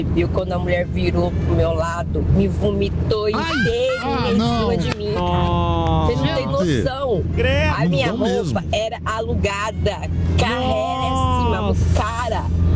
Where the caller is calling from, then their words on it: Quatá, São Paulo, Brazil; Do interior de São Paulo, sou de Quatá.